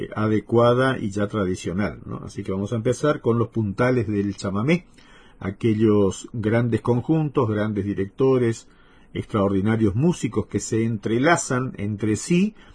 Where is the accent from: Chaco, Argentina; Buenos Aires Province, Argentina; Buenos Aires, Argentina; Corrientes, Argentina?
Corrientes, Argentina; somos orgullosos los correntinos